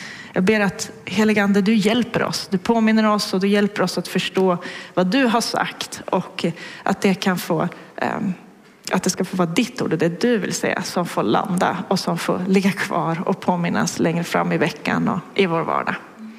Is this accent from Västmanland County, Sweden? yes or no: yes; Västerås, Västmanland County, Sweden; och jag kommer från Västerås. Men Nina och Peppa har dragit hit mig.